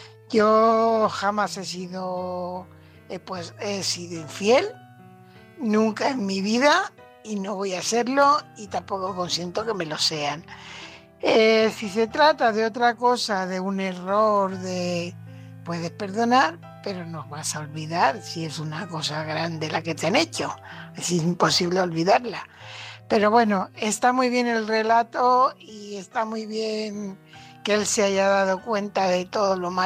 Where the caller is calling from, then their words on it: Fuenlabrada, Community of Madrid, Spain; corresponsal de Fuenlabrada.